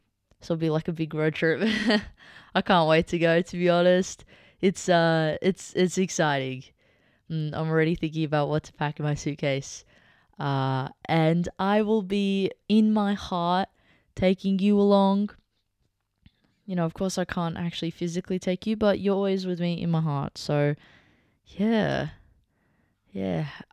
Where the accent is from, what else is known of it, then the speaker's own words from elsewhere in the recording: Sydney, New South Wales, Australia; we're from Sydney